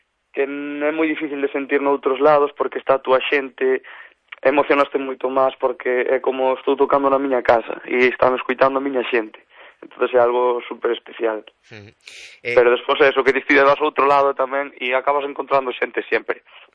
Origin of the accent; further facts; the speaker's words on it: Vimianzo, Galicia, Spain; sobre todo para min e Eloy, que somos do lado, que son de Vimianzo ao final, sí. Está a 10 minutos de SAS.